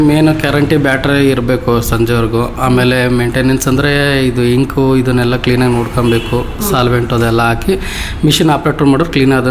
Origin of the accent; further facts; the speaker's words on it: Karnataka, India; ನಾವು ಹುಟ್ಟಿದ್ದಿಲ್ಲೇ, ನಮ್ಮದು ತಂದೆ ಊರು ಬಂದು ಹಾಸನು. ನಾವು ಅವರು ಇಲ್ಲಿ ಬಂದು ಸೆಟ್ಲ್ ಆದ್ಮೇಲೆ ನಾವು ಇಲ್ಲೇ ಹುಟ್ಟಿ ಇಲ್ಲೇ ಓದಿ ಗೌರ್ಮೆಂಟ್ ಸ್ಕೂಲಲ್ಲಿ ಓದಿ ಇಲ್ಲೇ ಬೆಳೀತಾನು ಇಲ್ಲೇ ಬಂದಿರೋದು.